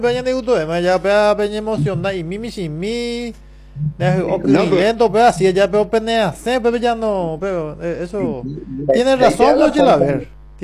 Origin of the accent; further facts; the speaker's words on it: Paraguay; somos paraguayos